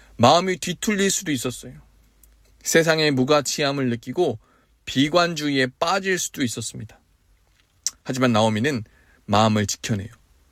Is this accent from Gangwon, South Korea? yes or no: no; Seoul, South Korea; moved away; 저의 고향은 서울입니다. 개인적으로 짧은 인생 가운데에 이사를 꽤나 많이 한 것 같습니다. 이번이 벌써 다섯 번째 이사입니다.